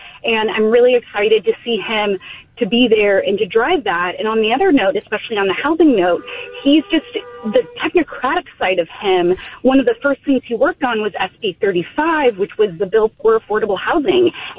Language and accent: English; San Francisco, California, United States; I am from the Richmond district and in Connie Chan's